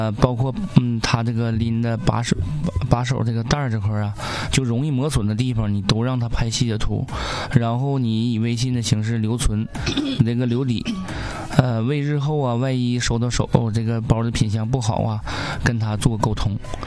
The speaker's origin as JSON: {"language": "Chinese", "region": "Northeast China", "country": "China", "accent": "Northeastern Mandarin", "said": "说白了，用咱们东北话讲，就是抬带来的毛病。"}